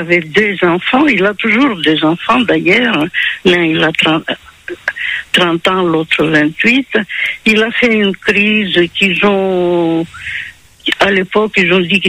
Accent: Greece; French is a second language; now in France; Écoutez, je suis d'origine grecque.

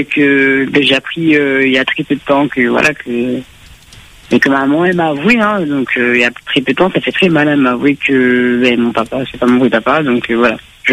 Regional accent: France; moved away as an adult; now in Réunion, France; je suis née à La Réunion, mais j'ai grandi en métropole. Je suis revenue il y a très peu de temps par rapport à mon travail.

